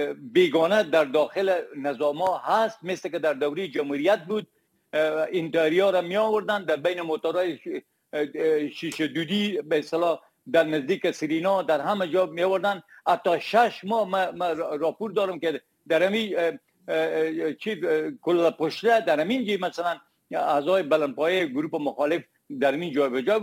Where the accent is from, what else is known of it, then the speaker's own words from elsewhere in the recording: Herat, Afghanistan; من خود ما که از هرات هستم